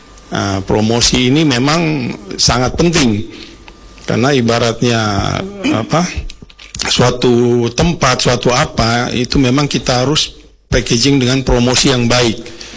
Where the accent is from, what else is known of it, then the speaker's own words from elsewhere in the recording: Biak, Papua, Indonesia; born there; Lahir di Biak.